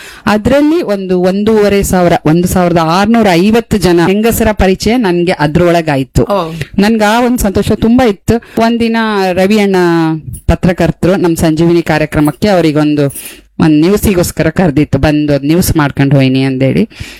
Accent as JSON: {"language": "Kannada", "town": "Raichur", "region": "Karnataka", "country": "India", "tie": "born or raised there", "lives_now": "Kota, India", "said": "ನಾವು ಮೂಲತಃ ಬೈಂದೂರವರು. ಹಾ, ನಾವು ಹುಟ್ಟಿ ಬೆಳೆದಿದ್ದೆಲ್ಲ ರಾಯಚೂರು, ಮದ್ವೆ ಆಗಿ ಬಂದಿದ್ ವಾಪಸ್ ಬೈಂದೂರ್ಗೆ"}